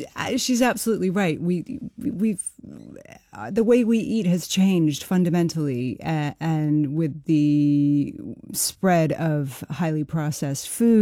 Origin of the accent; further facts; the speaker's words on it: Vermont, United States; I grew up in Vermont, a rural part of the U.S., where there were lots of local farms.